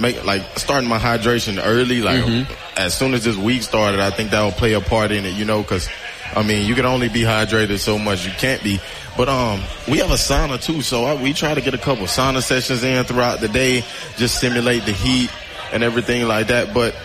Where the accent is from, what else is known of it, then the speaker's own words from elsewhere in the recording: Louisiana, United States; I'm from Louisiana.